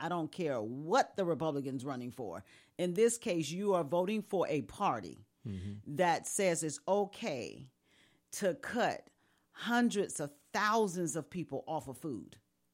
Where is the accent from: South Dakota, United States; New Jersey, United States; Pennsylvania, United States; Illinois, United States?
Illinois, United States; East St. Louis; I'm from East St. Louis, my family down there.